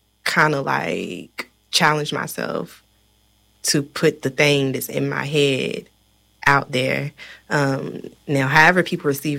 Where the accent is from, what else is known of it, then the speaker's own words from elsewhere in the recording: Kentucky, United States; I mean, I'm Black from Kentucky. I don't need to go to other places to experience who I am.